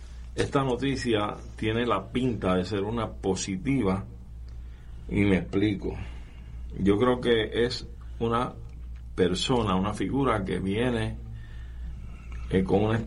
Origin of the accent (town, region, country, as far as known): Puerto Rico